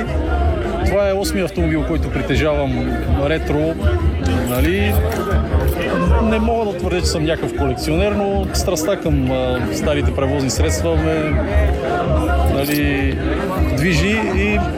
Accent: Dupnitsa, Kyustendil Province, Bulgaria; Ами на 41 години съм, от Дупница

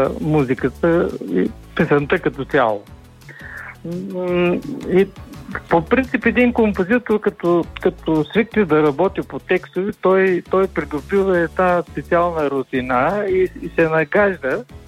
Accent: Yambol, Yambol Province, Bulgaria; да, това беше единственият експрес, който пътуваше от София до Ямбол, Ямбол – София, а моя роден град е Ямбол.

